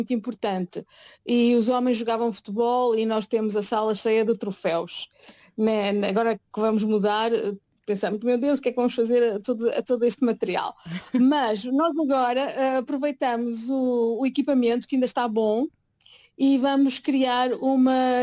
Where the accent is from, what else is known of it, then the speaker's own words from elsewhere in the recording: Porto, Norte, Portugal; also born or lived in Lisbon; now in Brussels, Belgium; eu sou do Porto, mas também já vivi em Lisboa, já trabalhei em Lisboa. Lisboa é uma das minhas cidades que está sempre no meu coração. Normalmente os tripeiros são muito bairristas, não é o meu caso.